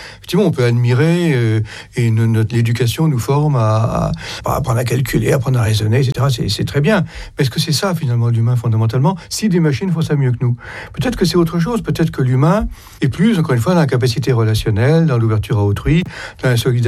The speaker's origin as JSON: {"language": "French", "country": "France", "said": "on est français, donc on est solidaire de la France"}